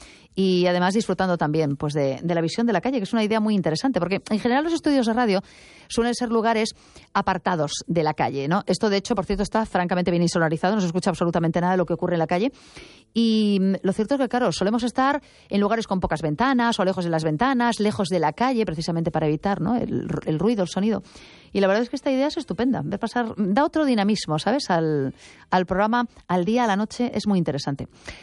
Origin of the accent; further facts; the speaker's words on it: A Coruña, Galicia, Spain; yo soy coruñesa de origen, hoy me siento especialmente coruñesa, estoy haciendo el programa desde aquí